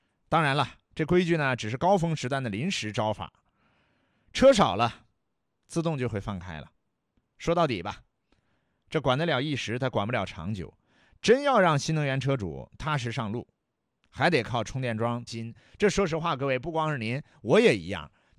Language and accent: Chinese; Hunan, China; 这都是我们湖南人特别喜欢的泡水啊，煲汤啊，送长辈的好物啊。